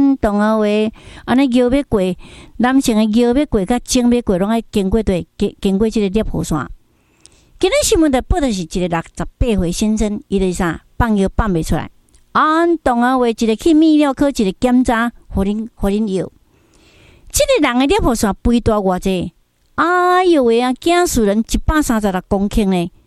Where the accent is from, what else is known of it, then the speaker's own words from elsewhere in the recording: Taiwan; accent: Taiwanese Mandarin; 如果你叫我跟你讲国语呢，可能我那个台湾国语就露出来了啊。